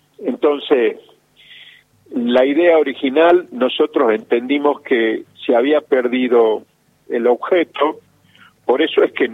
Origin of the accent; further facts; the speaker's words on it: Salta, Argentina; soy salteño y quiero que Salta viva mejor